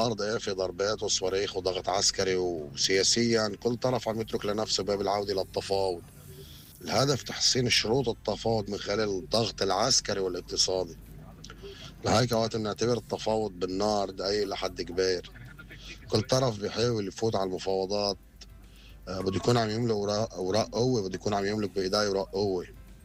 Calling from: Lebanon; نحن كلبنانيين،

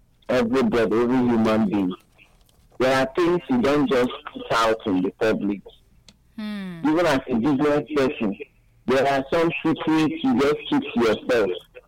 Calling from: Madagascar; I'm calling you from Madagascar.

